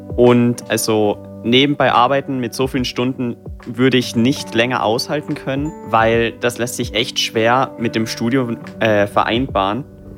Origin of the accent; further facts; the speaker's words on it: Tyrol, Austria; moved away as an adult; now in Carinthia, Austria; ich komme ja aus Osttirol, aber ich studiere ja in Kärnten.